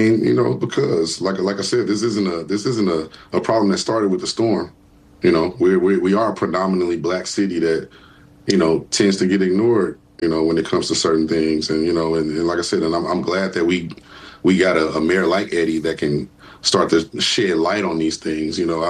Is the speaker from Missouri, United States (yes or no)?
no; Gary, Indiana, United States; born or raised there